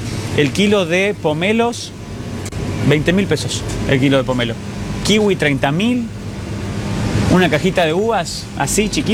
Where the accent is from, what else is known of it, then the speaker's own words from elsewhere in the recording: Argentina; siendo argentinos